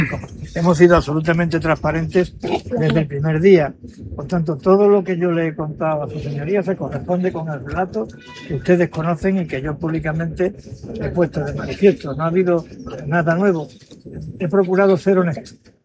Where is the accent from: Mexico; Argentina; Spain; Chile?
Spain; Lo digo como ciudadano y lo digo como español.